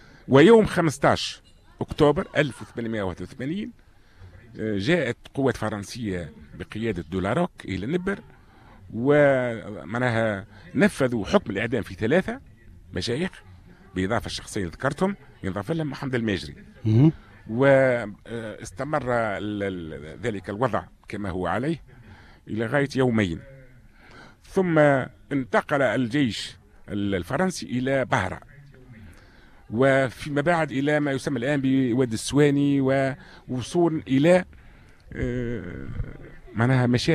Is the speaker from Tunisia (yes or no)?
yes; Tunisia; لنا كتونسيين،